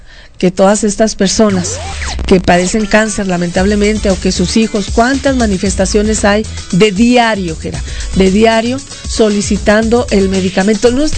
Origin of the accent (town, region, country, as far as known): Mexico